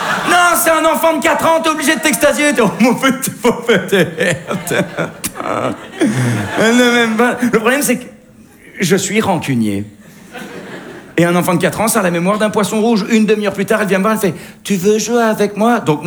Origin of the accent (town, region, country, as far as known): Belgium